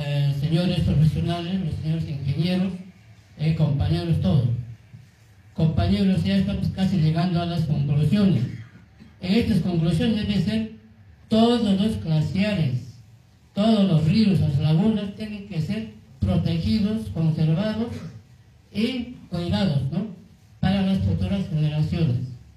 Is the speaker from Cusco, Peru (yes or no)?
yes; Colquemarca, Cusco, Peru; yo soy de Colquemarca, de la comunidad campesina de la Calaca Yanque, Paruapa Gran Chico. Es valle interandina, por ahí está Charamurá y Urubamba. Más abajo está Saiwa de Huascabamba, de Capajmarca.